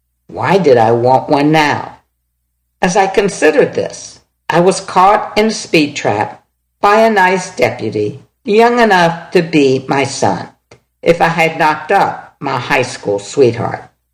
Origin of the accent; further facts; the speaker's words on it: Kentucky, United States; I told him I was from Kentucky.